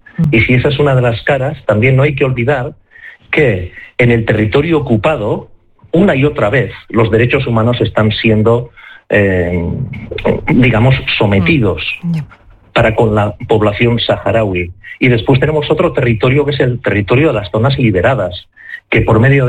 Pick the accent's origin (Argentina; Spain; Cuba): Spain; Basque Country; decir que vienes del País Vasco abre muchas puertas